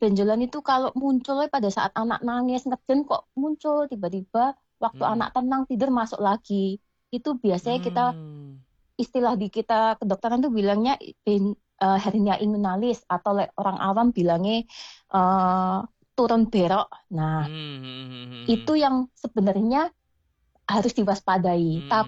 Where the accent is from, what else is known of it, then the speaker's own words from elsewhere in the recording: Blitar, East Java, Indonesia; Mboten. Oh, saya dari Blitar.